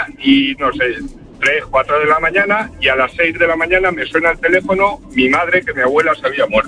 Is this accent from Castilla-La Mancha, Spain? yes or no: yes; Quintana del Rey, Castilla-La Mancha, Spain; now in Valencia, Spain; A ver, aunque vivo en Valencia y soy de Quintana del Rey, en 2008, cuando la final de Alemania con España, yo vivía en Tarazona de la Mancha